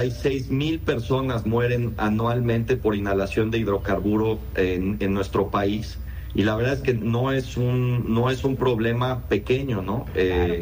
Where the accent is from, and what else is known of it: Mexico